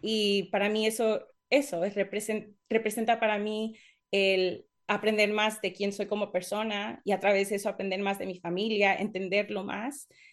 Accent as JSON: {"language": "Spanish", "country": "Mexico", "also_born_or_lived": "Spain", "said": "conocerme a mí más como mexicana, conocer a mi cultura más y poder compartir eso. Yo estuve en España por 6 años"}